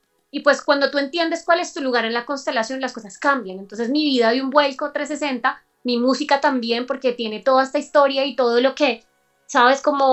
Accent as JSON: {"language": "Spanish", "town": "Ibagué", "region": "Tolima", "country": "Colombia", "tie": "born or raised there", "also_born_or_lived": "Bogotá", "said": "Yo nací en Bogotá realmente, yo soy bogotana del alma, de corazón. Y a los 7 años me vengo a vivir a Ibagué"}